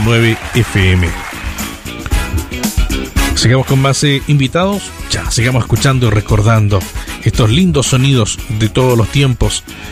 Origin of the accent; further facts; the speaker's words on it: Vicuña, Coquimbo, Chile; Cariños para Vicuña, por supuesto, mi tierra querida